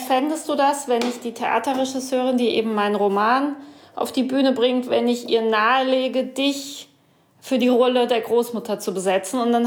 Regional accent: Cologne, North Rhine-Westphalia, Germany; ich komme ja aus Köln, wie du weißt, und da ist ja Karneval ganz groß.

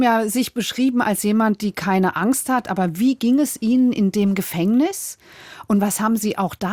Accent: West Germany, Germany; als Wessi wie ich

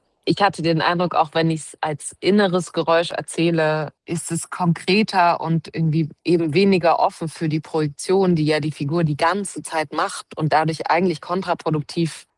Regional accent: Leipzig, Saxony, Germany

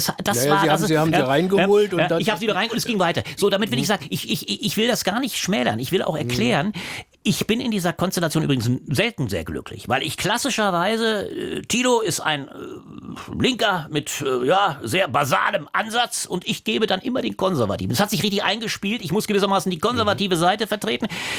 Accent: Germany

